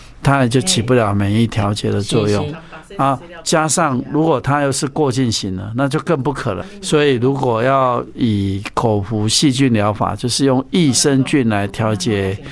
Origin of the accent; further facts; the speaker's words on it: Taiwan; 他根本不会定植在我们台湾人的肠道。